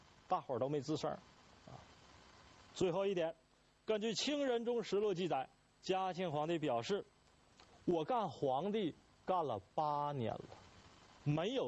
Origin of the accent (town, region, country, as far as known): China